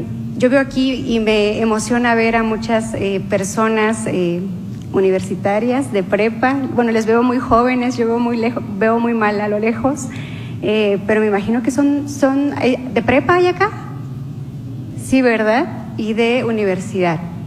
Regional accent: San Quintín Valley, Baja California, Mexico; also born or lived in Mixteca, Oaxaca; Yo nací en la Mixteca de Oaxaca, pero me tocó crecer en el Valle de San Quintín, que hoy día sigue siendo un valle mayoritariamente agrícola, donde hay muchas familias jornaleras de Oaxaca, de Guerrero, de Puebla, de Michoacán.

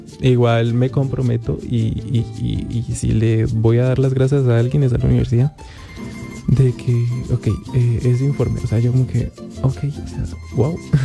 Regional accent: Colombia; now in Mexico

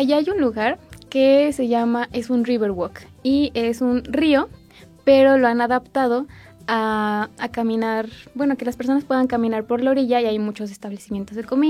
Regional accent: Mexico; Y como mexicano se nos salió un poquito el decir, sí nos la podemos saltar.

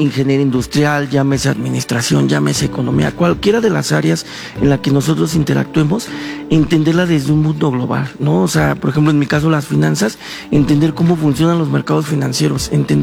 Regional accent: Mexico

